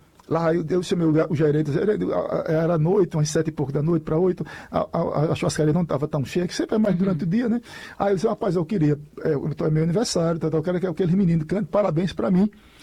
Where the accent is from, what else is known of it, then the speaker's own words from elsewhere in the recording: Floresta do Navio, Pernambuco, Brazil; born there; now in Tacaratu, Brazil; Eu nasci em Floresta do Navio. Fui adotado por Tacaratu, que é a cidade do meu coração, a cidade que eu amo muito, Tacaratu, e moro em Tacaratu praticamente.